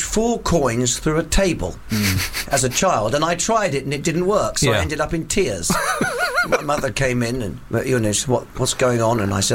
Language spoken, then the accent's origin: English; Bampton, South West England, United Kingdom; also born or lived in Hammersmith, London; I was born in Hammersmith in London, but I grew up in Devon.